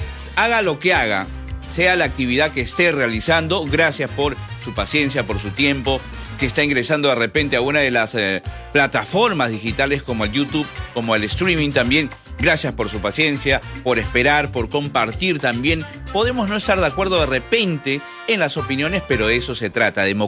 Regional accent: Peru; No, y estamos ahí exigiendo, ¿no? Como sí, peruanos, como ciudadanos

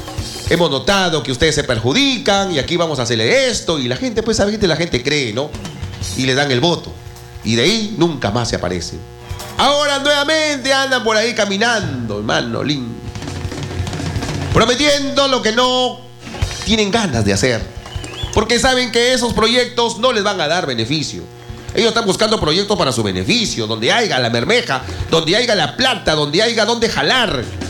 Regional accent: northern Peru, Peru; Y lo digo así como criollo, como norteño.

